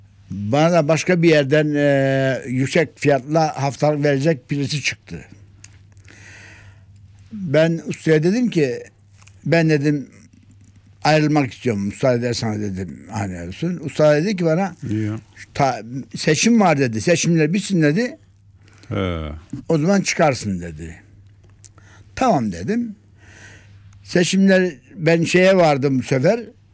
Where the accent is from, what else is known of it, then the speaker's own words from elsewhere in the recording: Develi, Kayseri, Turkey; now in Ankara, Turkey; Kayseri'nin Develi kazasının Zile mahallesi oldu şimdi. Zile köyünden doğdum.